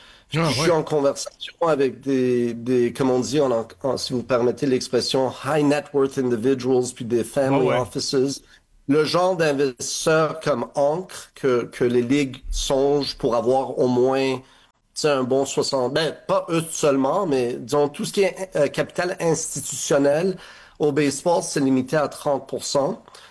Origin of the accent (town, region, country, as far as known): Montreal, Quebec, Canada